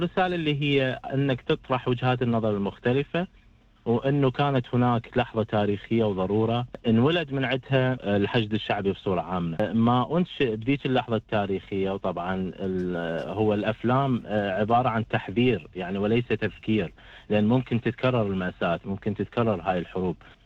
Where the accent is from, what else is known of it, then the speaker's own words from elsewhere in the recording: Iraq; طبعا كعراقي حس بهذا الخطر